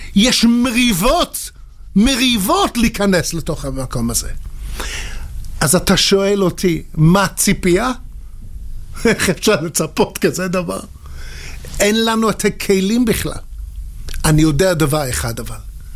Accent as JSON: {"language": "Hebrew", "region": "England", "country": "United Kingdom", "second_language": "Hebrew", "moved": "yes", "said": "בתור אנגלי."}